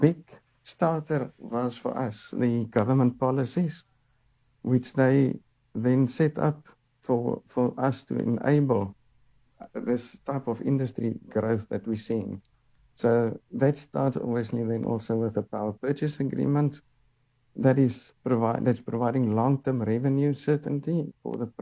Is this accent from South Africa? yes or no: yes; South Africa